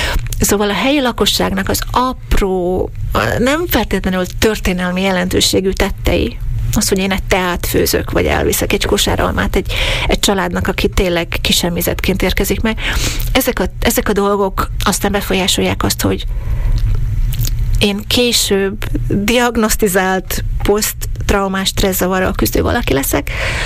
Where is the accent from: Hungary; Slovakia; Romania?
Slovakia; szlovákiai magyarként nekem döbbenetes volt, hogy a magyar téma teljesen kimaradt az egész diskurzusból.